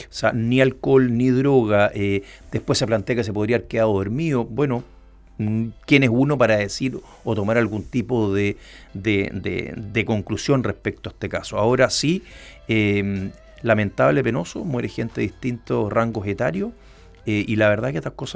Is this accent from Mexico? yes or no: no; Viña del Mar, Valparaíso, Chile; now in Llanquihue, Chile; Viña del Mar, de donde yo soy nacido y criado. Es una ciudad que le tengo mucho cariño.